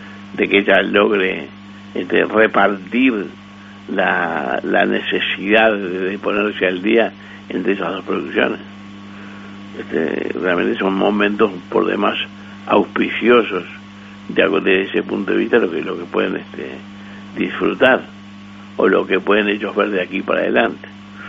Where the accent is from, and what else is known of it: Uruguay